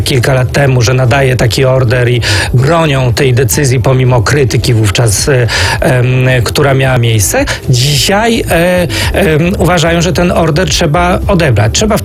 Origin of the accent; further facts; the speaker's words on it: Ustrzyki Dolne, Subcarpathian Voivodeship, Poland; Ja sam zresztą chodziłem do szkoły w Ustrzykach Dolnych, w Bieszczadach się wychowałem, miałem w klasie Ukraińców.